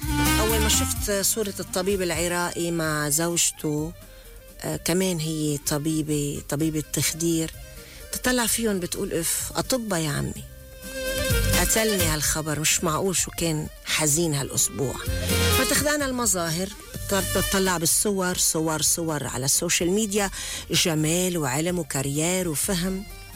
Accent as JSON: {"language": "Arabic", "country": "Lebanon", "said": "نحن كلبنانية كناس طيبة"}